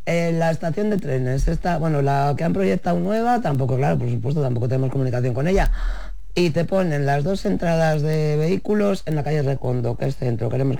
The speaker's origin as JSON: {"language": "Spanish", "region": "Castile and León", "country": "Spain", "said": "aunque somos castellanos y celebramos Villalar."}